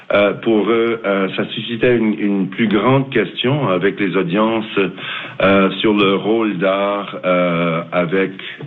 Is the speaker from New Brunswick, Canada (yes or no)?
yes; New Brunswick, Canada; ici, chez nous, au Nouveau-Brunswick.